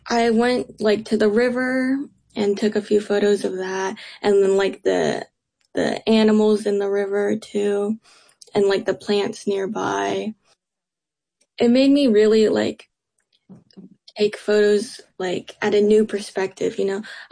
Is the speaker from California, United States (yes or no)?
yes; California, United States; now in Spokane, United States; I started in my hometown, which is California